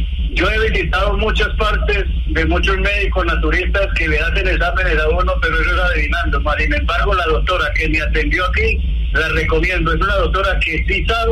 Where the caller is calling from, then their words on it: Medellín, Antioquia, Colombia; De aquí en Medellín, de parte de Manrique Lacruz.